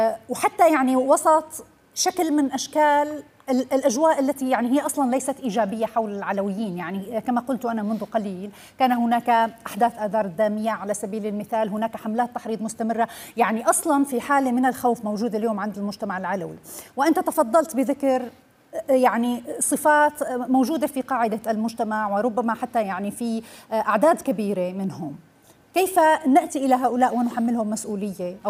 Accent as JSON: {"language": "Arabic", "country": "Syria", "said": "وبناء ذاكرة مشتركة كسوريين جميعا"}